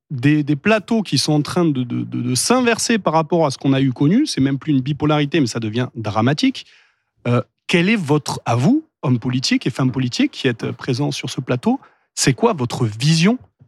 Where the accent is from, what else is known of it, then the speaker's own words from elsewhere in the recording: France; je pense que c'est notre aspiration à tous en tant que Français.